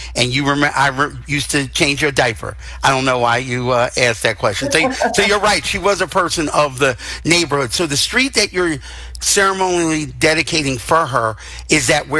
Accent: Philadelphia, Pennsylvania, United States; I grew up in Germantown. I still live in Germantown.

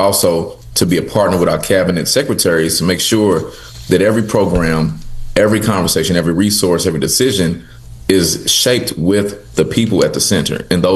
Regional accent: Louisville, Kentucky, United States; I'm from the hood. I'm from the West End of Louisville.

